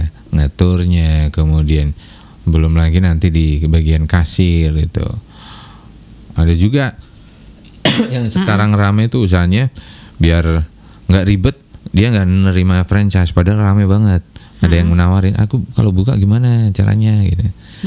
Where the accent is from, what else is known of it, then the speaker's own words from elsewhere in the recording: Indonesia; Saya kan orang Ngaran Timur.